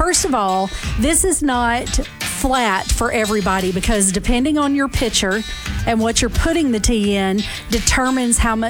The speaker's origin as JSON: {"language": "English", "area": "Rankin County", "region": "Mississippi", "country": "United States", "tie": "born or raised there", "said": "born and raised in Rankin County"}